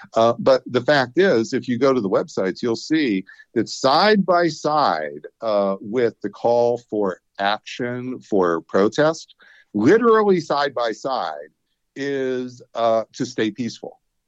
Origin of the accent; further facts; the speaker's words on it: Erie, Pennsylvania, United States; So I'm from Western PA. I'm from Erie, Pennsylvania. I went to the University of Pittsburgh as an undergrad. So I'm pretty familiar with Pennsylvania.